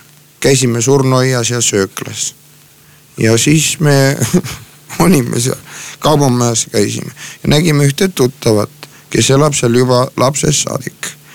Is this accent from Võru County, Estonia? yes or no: no; Hiiu County, Estonia; Me oleme Hiiumaal pärit.